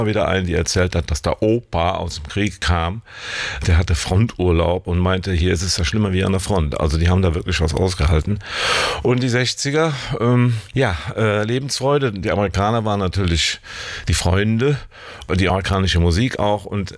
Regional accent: Niederkassel, North Rhine-Westphalia, Germany; ich komme ja aus dem Dorf, dörflicher geht es nicht, aus Niederkassel-Lülsdorf. Und da gab es die Raffinerie aus Wesseling, die war auf der anderen Rheinseite. Also ganz klar, vom Rhein komme ich.

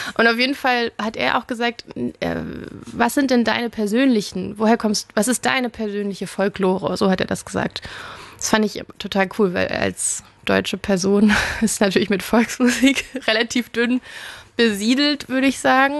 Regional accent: Oerlinghausen, North Rhine-Westphalia, Germany; Ich bin in Lippe in Oerlinghausen groß geworden.

